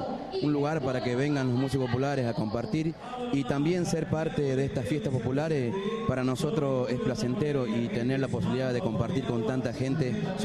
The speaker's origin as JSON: {"language": "Spanish", "region": "Córdoba", "country": "Argentina", "said": "No, bueno … bueno, somos del norte de Córdoba."}